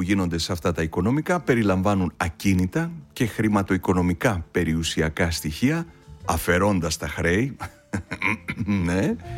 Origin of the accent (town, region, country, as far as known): Greece